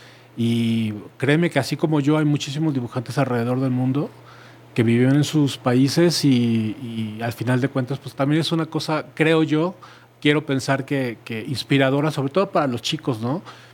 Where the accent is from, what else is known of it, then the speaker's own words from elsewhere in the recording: Mexico; Somos mexicanos.